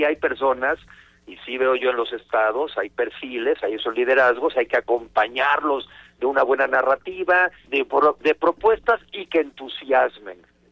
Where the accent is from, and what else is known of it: Mexico